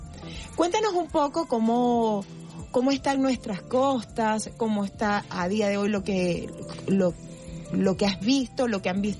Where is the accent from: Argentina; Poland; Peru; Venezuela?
Venezuela